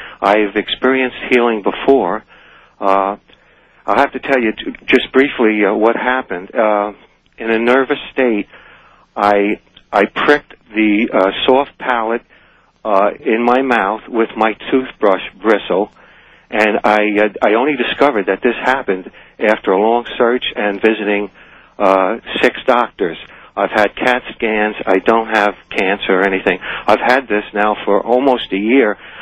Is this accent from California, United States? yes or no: yes; California, United States; I'm from Southern California, and I love this valley.